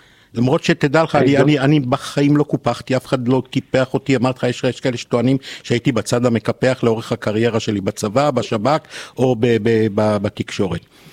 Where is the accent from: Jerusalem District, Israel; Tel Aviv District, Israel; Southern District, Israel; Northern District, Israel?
Tel Aviv District, Israel; Tel Aviv; גם אני, בשכונת רמת ישראל בדרום תל אביב